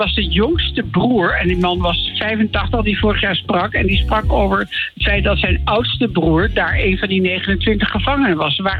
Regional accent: Amsterdam, North Holland, Netherlands; ik ben geboren getogen in Amsterdam.

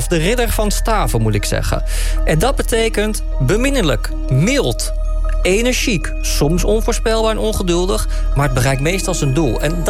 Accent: Netherlands; Wij zijn Nederlanders

